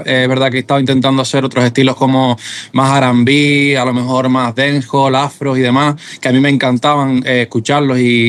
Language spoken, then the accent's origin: Spanish; Andalusia, Spain; born there; moved away; also born or lived in Málaga; yo nací en Andalucía